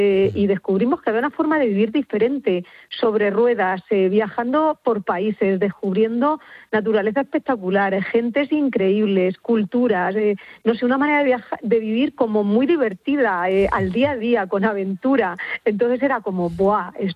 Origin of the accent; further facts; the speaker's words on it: Tobarra, Castilla-La Mancha, Spain; Pues somos de un pueblo de Albacete, Tobarra.